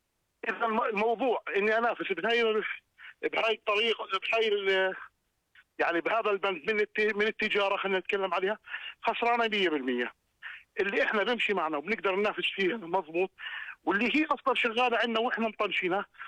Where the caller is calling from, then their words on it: Jordan; عندنا بالأردن